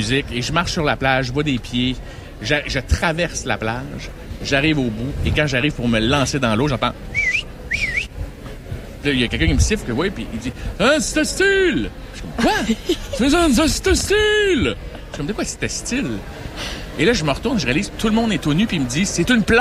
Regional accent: Quebec, Canada; accent: Quebecois; Mais lui, il a compris une bonne place avec mon accent québécois.

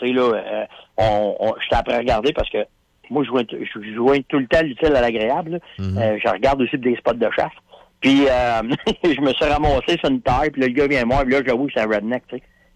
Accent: Canada; Tu sais, je disais, ben, je viens du Canada, tu sais.

